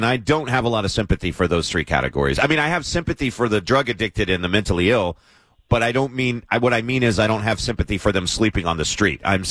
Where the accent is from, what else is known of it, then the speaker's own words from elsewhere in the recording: Kentucky, United States; born there; also born or lived in Arizona; now in San Diego, United States; I grew up in Kentucky and Arizona. I split time between both states, so I spent plenty of time in Tornado Alley. I lived in Kentucky for about 20 years.